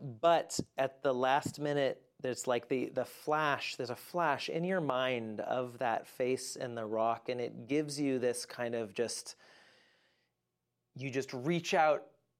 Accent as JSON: {"language": "English", "region": "Oregon", "country": "United States", "said": "I'm from Oregon. I appreciate the reference."}